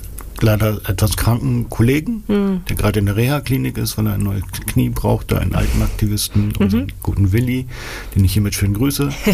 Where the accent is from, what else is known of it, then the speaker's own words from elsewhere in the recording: Oldenburg, Lower Saxony, Germany; auf die ich auch als Oldenburger ja sehr, sehr froh bin